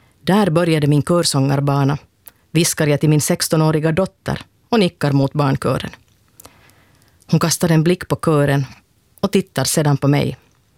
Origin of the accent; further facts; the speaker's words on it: Kokkola, Central Ostrobothnia, Finland; moved away; i min barndomsstad Karleby. Staden där jag växte upp och tillbringade mina första 18 år.